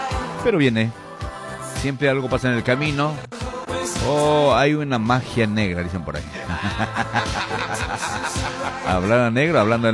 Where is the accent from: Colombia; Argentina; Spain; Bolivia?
Bolivia; Recuerde que soy boliviano, ¿sí? Siempre tarde llegando acá. Sí. Boliviano soy, de origen de pura cepa.